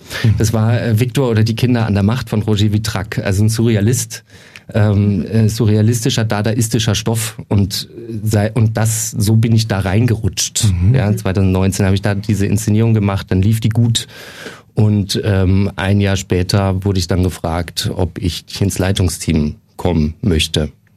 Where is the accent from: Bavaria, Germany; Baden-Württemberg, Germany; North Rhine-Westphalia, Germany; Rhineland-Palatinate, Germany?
Bavaria, Germany; Nuremberg; now in Munich, Germany; Und ich als Nürnberger wollte mir mal ein eigenes Bild von der Stadt machen, weil es gibt ja so Vorurteile, ja, in Franken, ja.